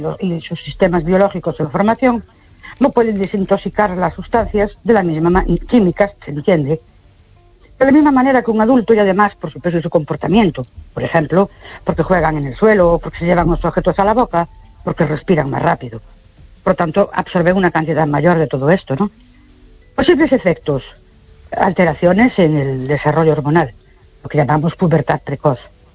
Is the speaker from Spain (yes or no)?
yes; Ourense, Galicia, Spain; Buenas noches … de Ourense.